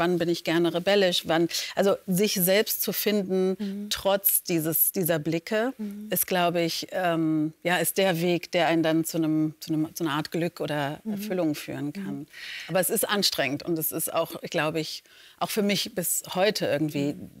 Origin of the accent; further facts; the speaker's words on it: Leipzig, Saxony, Germany; ich habe mich als Kind einfach deutsch gefühlt. Leipzig war meine Heimatstadt. Ich war noch nie woanders, also bis zu meinem 8. Lebensjahr.